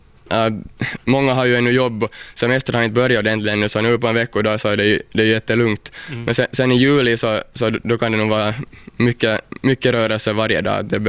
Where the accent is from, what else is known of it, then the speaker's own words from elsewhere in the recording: Southwest Finland, Finland; No, jag är nog hemma från Mielisholm och min farfar är faktiskt hemma här från Kirjais också, så att jag har nog hela min släkt här ifrån regionen.